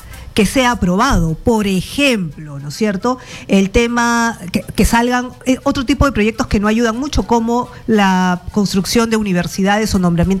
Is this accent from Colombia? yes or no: no; Peru; estamos como peruanos enfrentando a 1000 problemas más